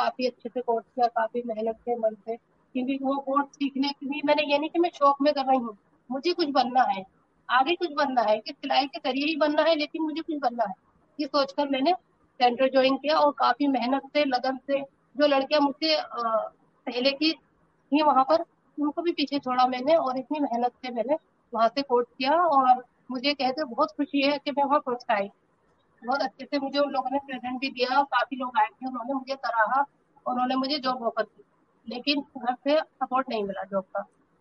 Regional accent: Rampur, Uttar Pradesh, India

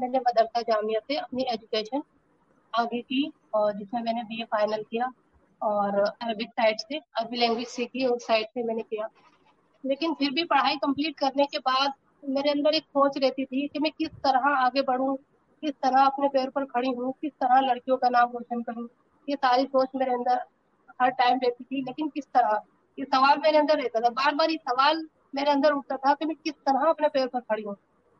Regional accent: Rampur, Uttar Pradesh, India

